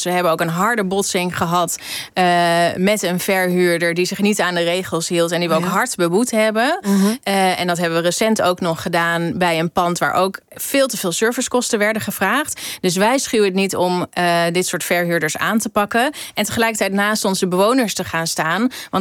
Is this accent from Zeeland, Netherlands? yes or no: no; Amsterdam, North Holland, Netherlands; Want hoe krijgen wij als Amsterdammers weer meer macht over die woningmarkt?